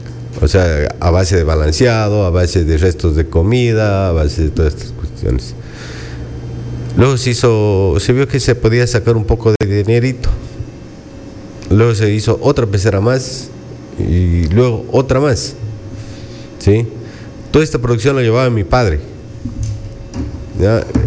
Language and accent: Spanish; Zamora, Zamora-Chinchipe, Ecuador; also born or lived in Spain; yo soy zamorano, ya tengo 51 años recién cumpliditos